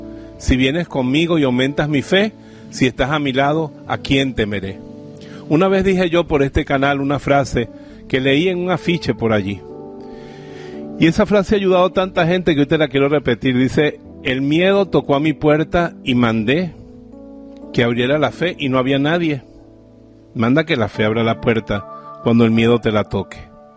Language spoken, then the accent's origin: Spanish; Bejuma, Carabobo, Venezuela; born there; En mi pueblo, en Bejuma